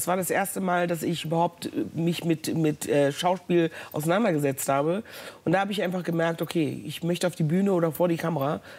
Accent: North Rhine-Westphalia, Germany; born or raised there; also born or lived in Ghana

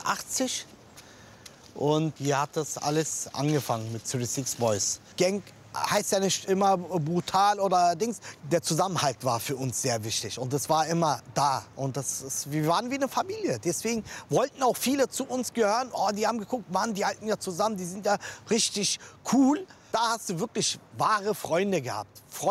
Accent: Berlin, Germany; Ich bin 1975 geboren in Berlin und arbeite zurzeit in der Sicherheitsbranche. Ich bin hier aufgewachsen, in diesem Hof eigentlich.

